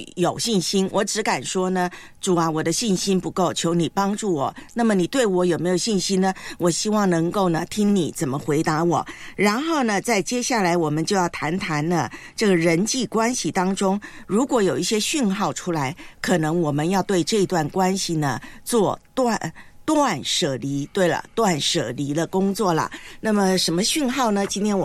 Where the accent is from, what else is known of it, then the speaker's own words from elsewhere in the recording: southern Taiwan, Taiwan; moved away; 的故乡呢，台湾的南部呢